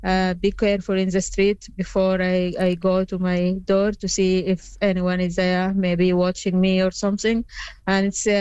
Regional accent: Sudan; I'm one of them. I am from Sudan too.

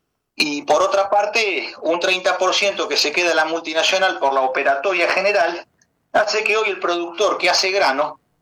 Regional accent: Argentina; los argentinos

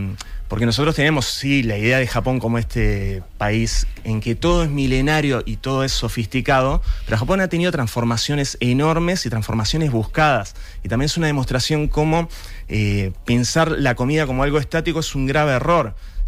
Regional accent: Montebelluna, Veneto, Italy; Soy de Montebelluna, que es una ciudad pequeña cerca de Treviso.

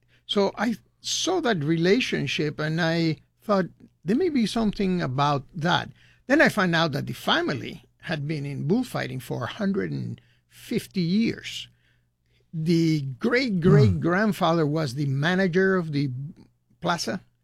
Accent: Peru; moved away; I grew up in Peru. Never been a big avid bullfighter, but I've been to bullfights. There's no way you can grow in Peru and not have seen one.

